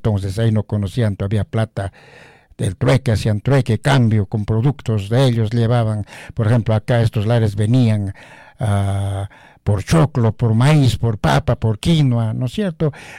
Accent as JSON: {"language": "Spanish", "region": "Ayacucho", "country": "Peru", "tie": "born or raised there", "said": "especialmente a mi pueblo acá, Huayhuapinco, donde nosotros tenemos 4 o 5 chacras."}